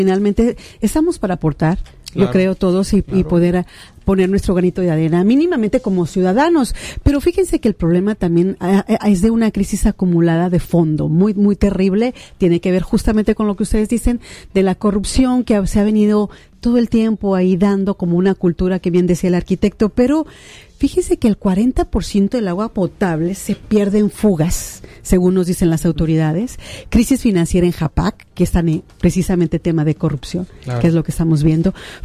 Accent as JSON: {"language": "Spanish", "town": "Culiacán", "region": "Sinaloa", "country": "Mexico", "said": "todo este sentimiento que traemos los culichis y los sinaloenses"}